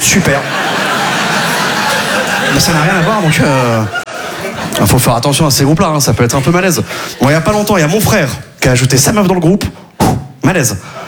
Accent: Quimperlé, Brittany, France; Mais si vous voyez, déjà là d'où je viens à Quimperlé, on n'avait pas les sports cool.

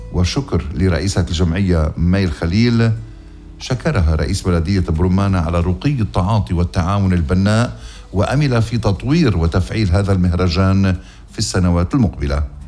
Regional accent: Lebanon; بوطننا لبنان

